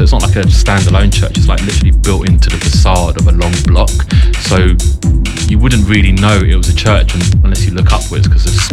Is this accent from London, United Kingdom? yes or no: yes; London, United Kingdom; You know, I was born and raised in London, you know, the music I was listening to was very London centric